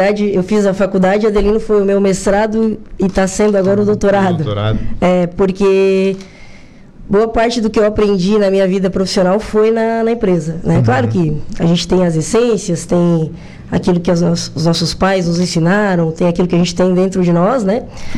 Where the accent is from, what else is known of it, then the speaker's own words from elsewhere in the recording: Meleiro, Santa Catarina, Brazil; born there; also born or lived in Tubarão; eu tenho 37 anos, né? Sou natural de Tubarão. Mas morei boa parte da minha vida em Meleiro, né? A gente veio, minha família voltou para Meleiro em meados, quando eu tinha 8 anos, mais ou menos.